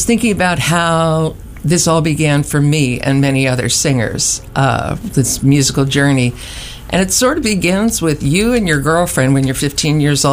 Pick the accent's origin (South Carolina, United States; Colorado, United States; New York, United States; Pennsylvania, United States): New York, United States; Syosset; also born or lived in Woodbury; I grew up on Long Island in Syosset and Woodbury.